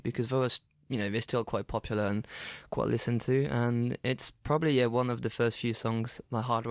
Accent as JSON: {"language": "English", "country": "France", "tie": "born or raised there", "moved": "yes", "said": "when I was growing up in France"}